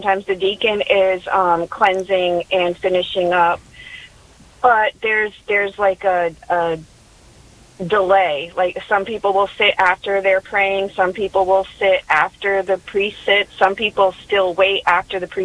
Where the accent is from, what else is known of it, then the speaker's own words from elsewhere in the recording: New England, United States; now in North Carolina, United States; So I was raised in New England, Catholic, and I just noticed that some of the things that we do here are a little different